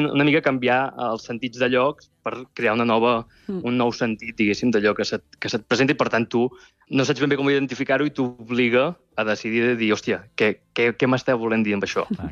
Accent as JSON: {"language": "Catalan", "town": "Mataró", "region": "Catalonia", "country": "Spain", "tie": "born or raised there", "said": "jo, que sóc de Mataró i hem amat pirotècnia des de ben petit i la pólvora em transporta en un lloc molt maternal i molt nostàlgic"}